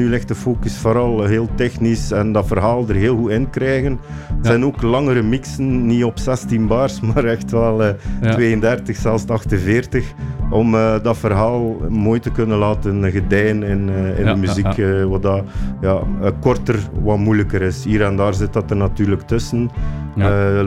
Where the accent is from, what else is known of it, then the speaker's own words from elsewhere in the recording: Flanders, Belgium; Sorry, ik ben zelf ook een West-Vlaming.